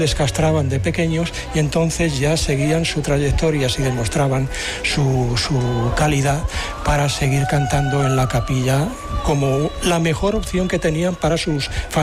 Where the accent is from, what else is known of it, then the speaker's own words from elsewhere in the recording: Toledo, Castilla-La Mancha, Spain; yo me propuse hacer tesis sobre la música de mi ciudad natal